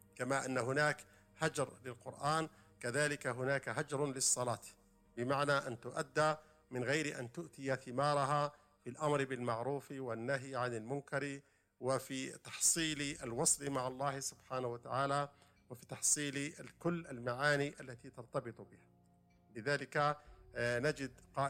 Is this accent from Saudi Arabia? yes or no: no; Algeria; يعني مثال بسيط عندنا في الجزائر، المذهب المالكي في الجزائر